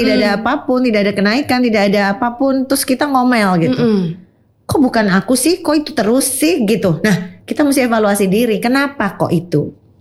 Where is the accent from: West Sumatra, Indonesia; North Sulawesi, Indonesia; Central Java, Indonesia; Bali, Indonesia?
Central Java, Indonesia; Semarang; Dan dipercayakan pada saya orang Semarang gitu loh.